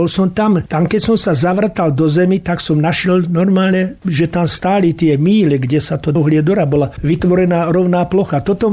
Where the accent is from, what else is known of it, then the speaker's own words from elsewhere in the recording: Očová, Banská Bystrica Region, Slovakia; od tej dobe sme v Očovej. Ja tomu vravím, že žijem, narodil som sa v Getsemanskej zahrade.